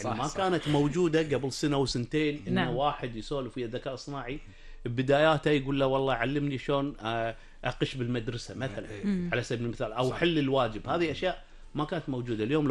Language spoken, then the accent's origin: Arabic; Kuwait; إحنا كمجتمع كويتي وبالكويت